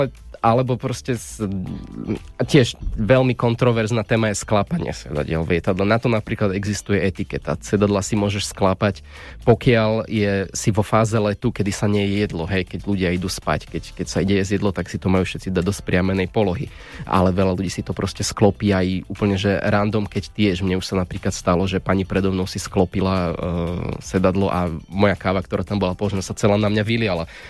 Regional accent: Bratislava Region, Slovakia; born or raised there

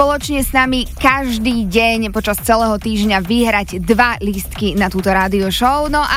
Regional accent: Banská Bystrica, Banská Bystrica Region, Slovakia; v Banskej Bystrici, aj keď v mojom rodnom meste ešte nebola

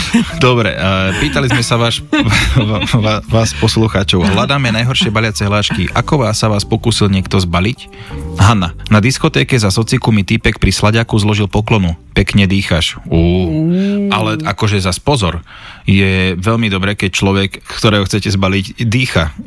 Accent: eastern Slovakia, Slovakia; U nás na východe na dedinskej zabave pozvanie zatancovací slaďák.

